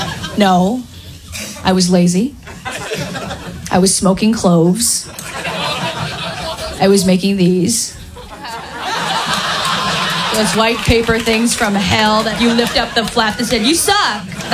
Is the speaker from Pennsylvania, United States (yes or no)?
no; San Francisco, California, United States; I was raised in San Francisco. I went to Lowell High School.